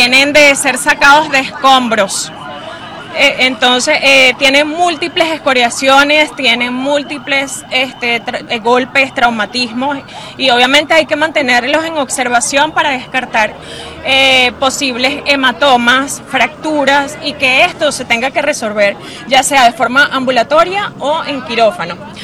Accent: Venezuela; donde unidos como hermanos venezolanos, donde el compromiso de la salud debe ir más allá, con vocación, con amor, con humildad, porque nosotros los venezolanos nos caracteriza es que sabemos salir adelante a las dificultades.

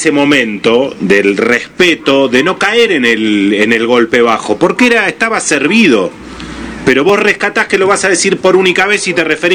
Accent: Argentina; Quizás nosotros lo pensamos como argentinos

